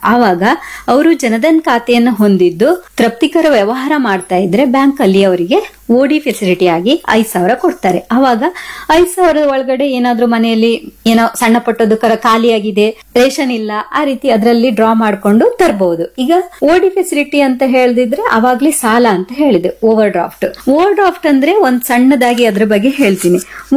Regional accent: Karnataka, India; ಓಡಿ ಅಂತ ಹೇಳಿದ್ರೆ ನಾವೆಲ್ಲ ಅಪ್ಪಟ ಕನ್ನಡಿಗರು ಅಲ್ವಾ, ಅಪ್ಪಟ ಕನ್ನಡಿಗರು ನಾವು

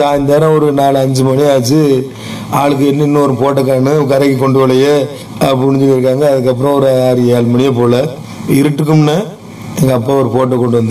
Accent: Pamban, Tamil Nadu, India

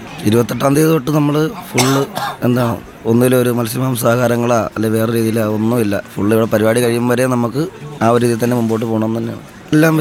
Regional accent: Cherthala, Kerala, India; ആനയുടെ പേര് ശിവശങ്കരൻ. ആനയുടെ നാട് പത്തനംതിട്ട, ഞങ്ങളുടെ നാട് ചേർത്തല.

